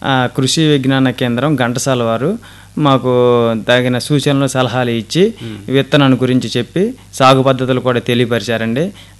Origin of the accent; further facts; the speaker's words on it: Kosurivaripalem, Andhra Pradesh, India; కోసూరివారిపాలెం మోపిదేవి మండలం కృష్ణా జిల్లా నుంచి వచ్చామండి.